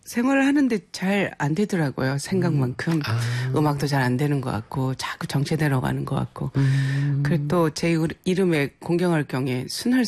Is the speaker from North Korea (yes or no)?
no; Seungju County, South Jeolla, South Korea; moved away; also born or lived in Jeju; 승주 제 고향이